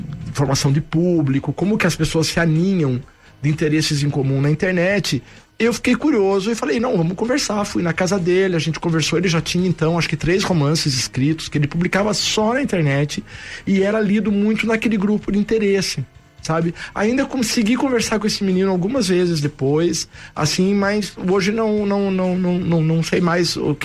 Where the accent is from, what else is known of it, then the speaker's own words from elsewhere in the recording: Curitiba, Paraná, Brazil; que eu morei, eu nasci na Vila Cubas, depois a família toda no Novo Mundo, que a gente era todos os vizinhos ali